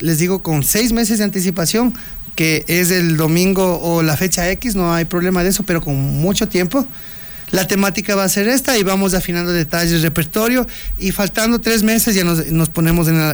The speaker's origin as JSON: {"language": "Spanish", "town": "Ambato", "region": "Tungurahua", "country": "Ecuador", "moved": "yes", "lives_now": "Quito, Ecuador", "said": "yo soy ambateño, ya vivo aquí. Ajá. 30 años."}